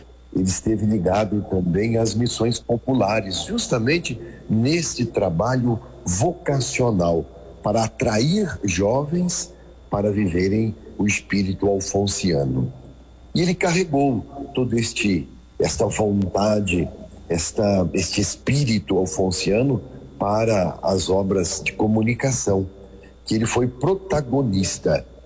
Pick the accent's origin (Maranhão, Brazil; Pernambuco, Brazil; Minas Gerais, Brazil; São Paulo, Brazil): Minas Gerais, Brazil; Jacutinga; lá na cidade de Jacutinga, onde eu nasci